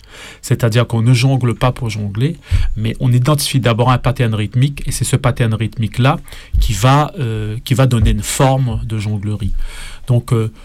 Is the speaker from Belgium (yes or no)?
no; Réunion